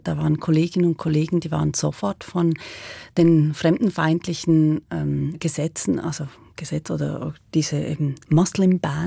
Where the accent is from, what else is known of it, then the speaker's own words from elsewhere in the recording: Switzerland; als Schweizerin